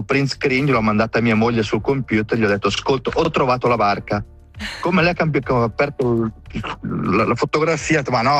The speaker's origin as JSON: {"language": "Italian", "town": "Le Prese", "region": "Graubünden", "country": "Switzerland", "said": "È il lago di Le Prese, io sono di Le Prese, il lago è nostro."}